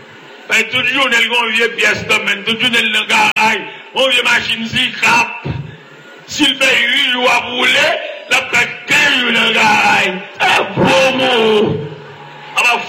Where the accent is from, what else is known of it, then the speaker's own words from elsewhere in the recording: Port-au-Prince, Ouest, Haiti; Je viens de Port-au-Prince